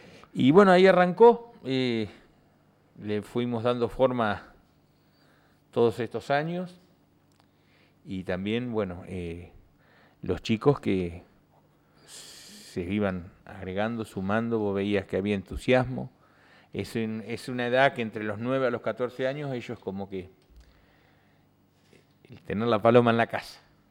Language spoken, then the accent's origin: Spanish; Coronel Pringles, Buenos Aires Province, Argentina; born there; ya hay mucha gente que me conoce acá en Pringles.